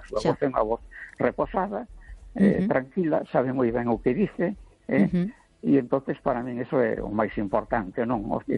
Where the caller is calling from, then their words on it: A Coruña, Galicia, Spain; da Coruña.